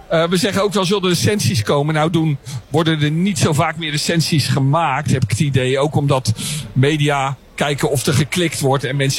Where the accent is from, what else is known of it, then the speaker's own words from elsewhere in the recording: Rotterdam, South Holland, Netherlands; als ik als Rotterdammer erbij ben.